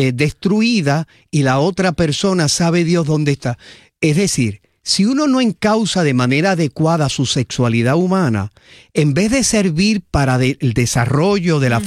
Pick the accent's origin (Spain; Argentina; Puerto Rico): Puerto Rico; nuestra puertorriqueñidad sin un referente a nuestra identidad cristiana como pueblo puertorriqueño.